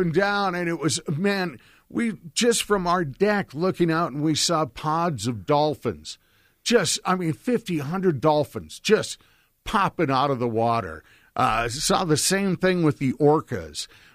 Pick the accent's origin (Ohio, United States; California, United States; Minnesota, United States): Minnesota, United States; moved away; also born or lived in North Dakota; I was raised in Minnesota, northern Minnesota, North Dakota on a river.